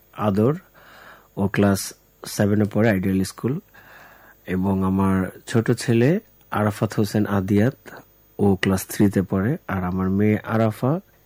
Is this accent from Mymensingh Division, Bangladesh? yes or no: yes; Jamalpur, Mymensingh Division, Bangladesh; moved away; জামালপুর আমার জন্মস্থান, কাছারিপাড়া